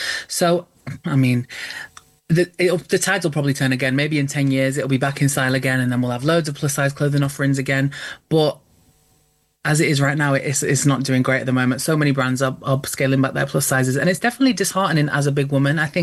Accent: United Kingdom; I mean, I think as British people in general

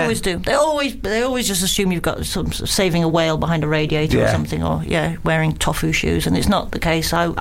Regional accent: United Kingdom; See, I'm so British, aren't I?

